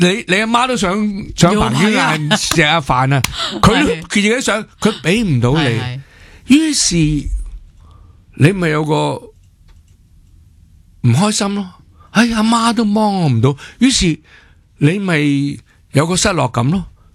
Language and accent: Cantonese; Hong Kong; 我哋香港人真系唔识政治